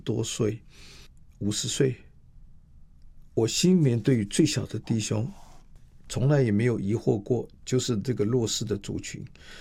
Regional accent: Taipei, Taiwan; moved away as an adult; also born or lived in Pingtung / Puli / Hengchun; 我常常说我是台北长大的小孩

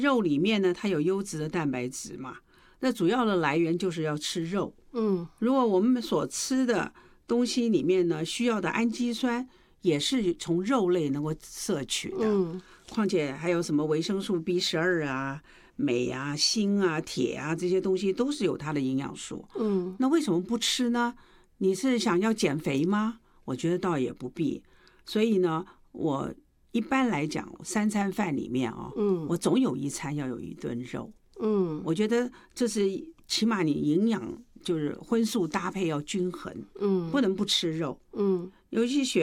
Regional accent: China; 我们中国人

